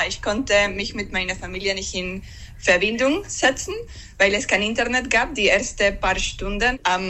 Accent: Venezuela; German is a second language; now in Düsseldorf, Germany; Das hat uns alle erschreckt, alle Venezolaner, die hier in Deutschland wohnen.

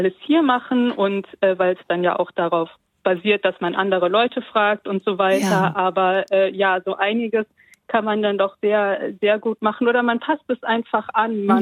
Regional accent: Wuppertal, North Rhine-Westphalia, Germany; Ich muss ja aber korrigieren, ich komme zwar aus Wuppertal, aber ich bin aktuell in Rom tatsächlich.

